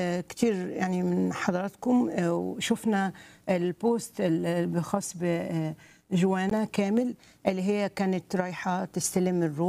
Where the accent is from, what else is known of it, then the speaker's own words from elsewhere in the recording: Egypt; في بلدنا مصر